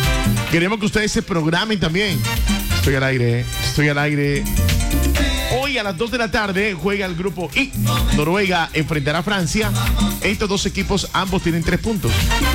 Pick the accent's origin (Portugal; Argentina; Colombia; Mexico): Colombia; Pero soy colombiano.